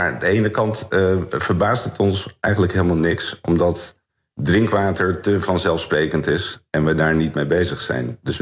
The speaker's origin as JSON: {"language": "Dutch", "country": "Netherlands", "said": "we zijn wel Nederlanders."}